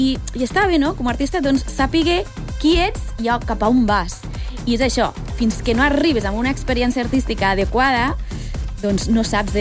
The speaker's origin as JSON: {"language": "Catalan", "town": "Lleida", "region": "Catalonia", "country": "Spain"}